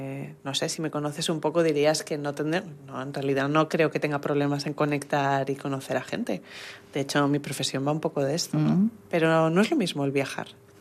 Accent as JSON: {"language": "Spanish", "country": "Germany", "second_language": "Spanish", "said": "Para los que me escucháis, yo soy alemana"}